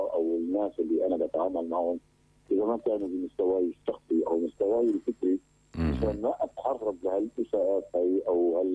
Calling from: Aleppo, Aleppo Governorate, Syria

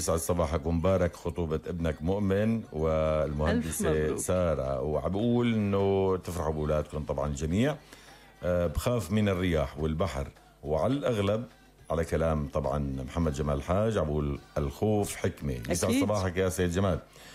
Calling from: Latakia, Latakia Governorate, Syria; من اللاذقية، تفضلوا على المتة.

